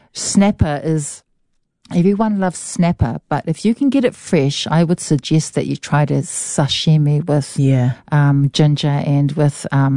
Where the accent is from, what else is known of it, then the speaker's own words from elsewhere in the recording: Gisborne, New Zealand; also born or lived in Mangatu / Te Karaka / Wainui Beach; I grew up in Gisborne or, you know, around Gisborne and Mangatu and Te Karaka, very small places. I lived in Wainui for quite a while.